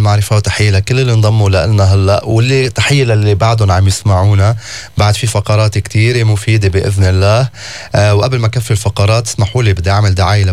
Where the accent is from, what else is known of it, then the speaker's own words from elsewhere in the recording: Beirut, Beirut Governorate, Lebanon; بما أنه أنا من بيروت،